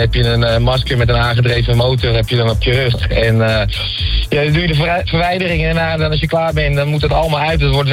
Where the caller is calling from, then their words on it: Kudelstaart, North Holland, Netherlands; ik ben nu nog onderweg uit werk vanuit Benthuizen, maar ik kom zelf uit Kudelstaart.